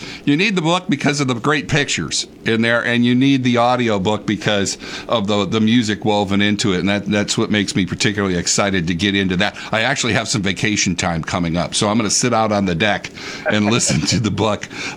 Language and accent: English; Hobart, Tasmania, Australia; like growing up in Hobart, like twice a year she would go on this like pilgrimage to the People Store.